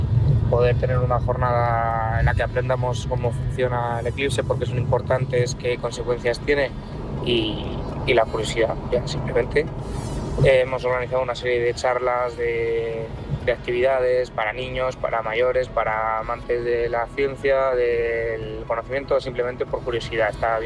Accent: Autilla del Pino, Castile and León, Spain; soy de Autilla del Pino, en Palencia, a escasos 10 kilómetros de la capital palentina.

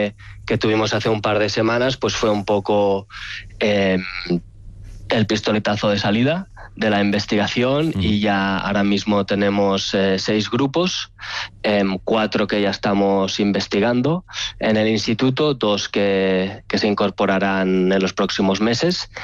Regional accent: Barcelona, Catalonia, Spain; moved away as an adult; yo soy de Barcelona. Estuve muchos años fuera en el extranjero formándome

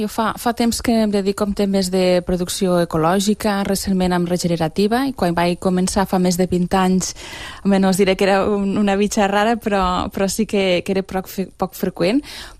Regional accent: Lleida, Catalonia, Spain; soc de Lleida, des de Lleida, des de la terra ferma.

